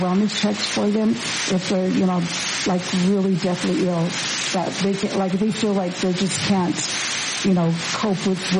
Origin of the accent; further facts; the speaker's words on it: San Manuel, Arizona, United States; there's a small fire department where I'm from San Manuel.